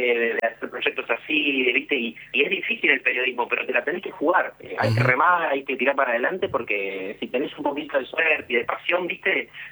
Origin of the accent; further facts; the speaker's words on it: Argentina; Pero más quiero Argentina, o sea, que a Colombia.